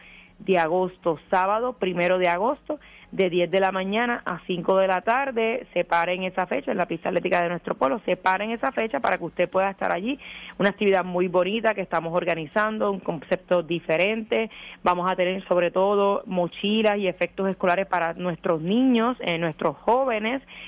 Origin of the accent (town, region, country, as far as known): Naguabo, Puerto Rico